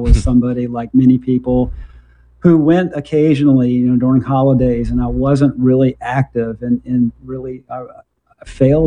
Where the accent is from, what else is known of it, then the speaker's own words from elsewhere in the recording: South Carolina, United States; And I grew up near Charleston, South Carolina.